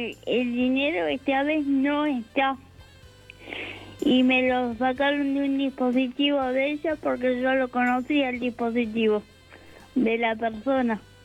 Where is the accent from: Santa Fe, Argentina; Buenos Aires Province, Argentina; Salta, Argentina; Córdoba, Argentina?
Buenos Aires Province, Argentina; Munro